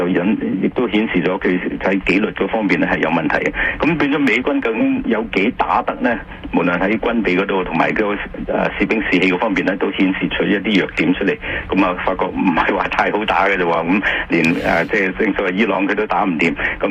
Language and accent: Cantonese; Canada; 我哋加拿大人